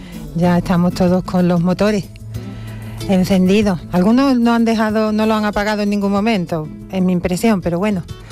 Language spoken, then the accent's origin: Spanish; Spain; yo me considero española también